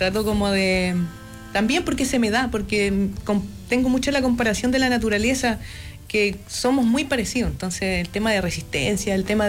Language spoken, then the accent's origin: Spanish; Chile Chico, Aysén, Chile; yo soy de Chile Chico, soy de allá, de la estepa, roca, coirón, bosque más o menos.